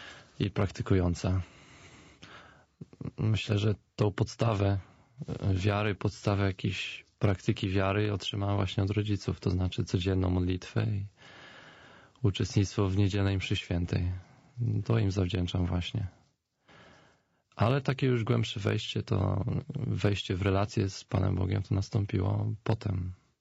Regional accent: Lublin, Lublin Voivodeship, Poland; Wychowałem się w Lublinie. Pochodzę z Lublina.

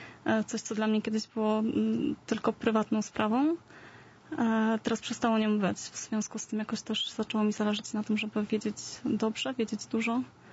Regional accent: Warsaw, Masovian Voivodeship, Poland; wychowywałam się w takiej dzielnicy, właściwie takiej warszawskiej Pradze, trochę można powiedzieć.

